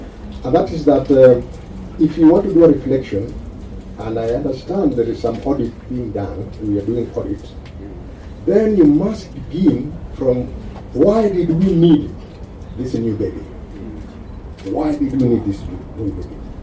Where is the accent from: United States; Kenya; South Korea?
Kenya; us as Kenyan people.